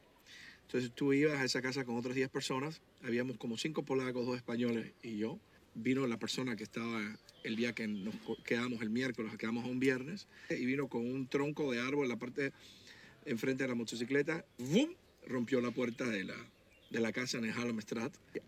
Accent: Panama; moved away as an adult; now in Amsterdam, Netherlands; Salí de Panamá en 97. Del 95, 93 al 95, ya había mochileado en Centroamérica y Europa.

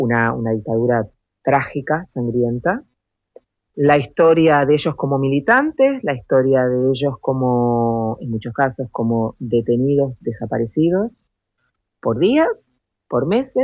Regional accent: Argentina; Buenos días … soy argentina. En este momento estoy trayendo acá a Europa y en este caso a Bruselas.

